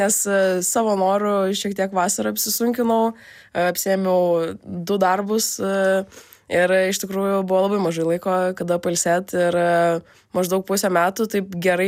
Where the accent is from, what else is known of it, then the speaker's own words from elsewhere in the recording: Gargždai, Klaipėda County, Lithuania; moved away; Gargžduose. Aš esu iš Gargždų, iš miestelio prie Klaipėdos. Ir labai džiuguosi iš tikrųjų, kad tenais gimiau. Labai myliu tą miestą ir mano tėvai vis dar ten gyvena.